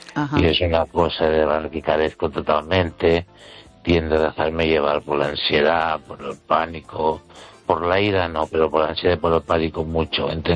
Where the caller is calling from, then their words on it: Ourense, Galicia, Spain; desde Orense.